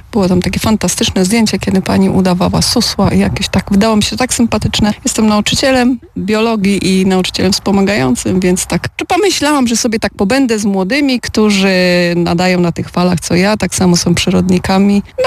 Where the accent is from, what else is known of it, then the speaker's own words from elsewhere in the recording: Tarnowskie Góry, Silesian Voivodeship, Poland; Jestem z Tarnowskich Gór.